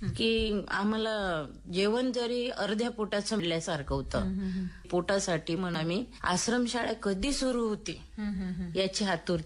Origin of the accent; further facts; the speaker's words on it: Dahegaon, Maharashtra, India; आणि मी यवतमाळ जिल्ह्यामध्ये दहेगाव आहे त्या गावची आहे. ते सर्व शिक्षण आमचं आश्रमशाळेला झालेलं आहे हॉस्टेलमध्ये.